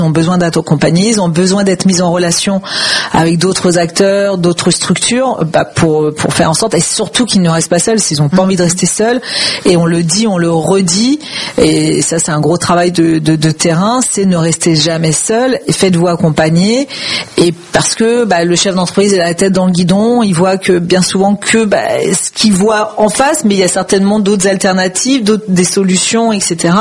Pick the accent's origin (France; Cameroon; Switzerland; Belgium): France; on est dans l'humain, nous sommes des Français, des Latins, par définition